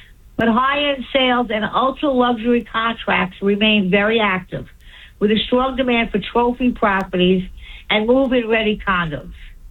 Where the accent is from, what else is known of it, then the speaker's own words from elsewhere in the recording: Long Island, New York, United States; because I grew up on Long Island. And if you don't have a car, you're dead.